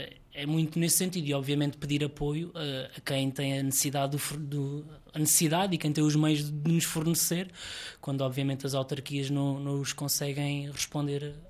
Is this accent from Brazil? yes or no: no; Portugal; É verdade que sou nascido e criado no Sota Casa, conheço o Sota Casa, conheço as pessoas do Sota Casa